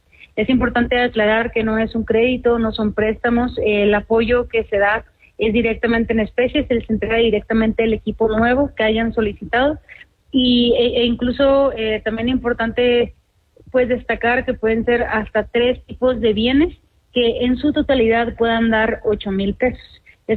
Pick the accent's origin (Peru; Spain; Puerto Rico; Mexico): Mexico